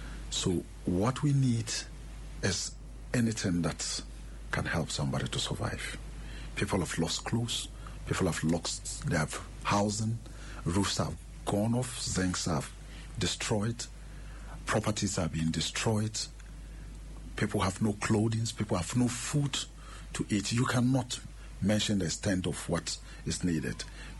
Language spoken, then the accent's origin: English; Ghana; That doesn't make you a Ghanaian. As a Ghanaian, when your colleague, especially when the dead body, we respect the dead so much.